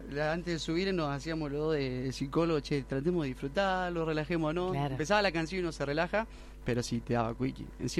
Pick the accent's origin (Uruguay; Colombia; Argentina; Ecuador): Argentina